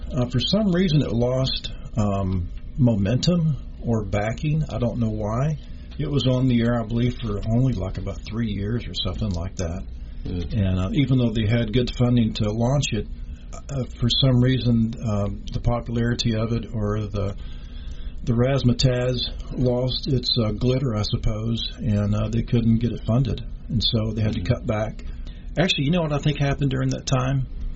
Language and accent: English; Texas, United States; That is correct. Born and raised in Texas and still live in Texas.